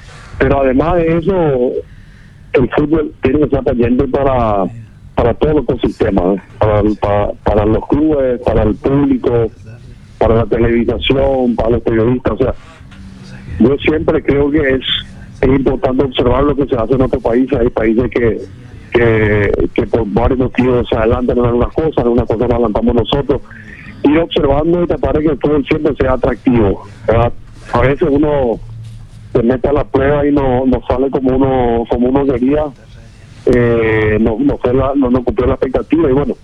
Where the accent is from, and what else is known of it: Paraguay